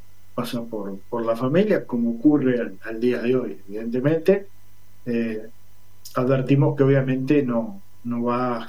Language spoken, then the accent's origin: Spanish; Uruguay; soy, como tantos uruguayos, una persona muy, muy, muy bichera.